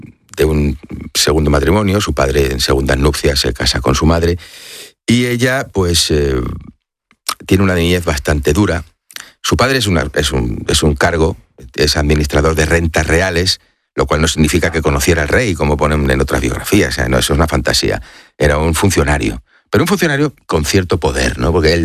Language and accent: Spanish; Spain; me pregunté si no habría alguna aparición en España reconocida por la Santa Sede, siendo español paimariano.